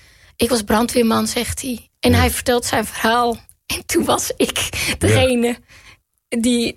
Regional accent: Volendam, North Holland, Netherlands; kom jij uit Volendam? Ik zeg ja.

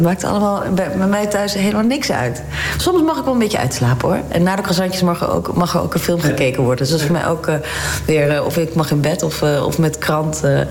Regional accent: Leiden, South Holland, Netherlands; ik ben in Leiden geboren. Ja. En getogen

